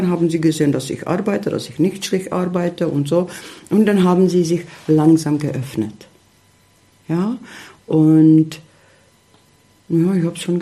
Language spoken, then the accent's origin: German; Czechia; German is a second language; now in Görlitz, Germany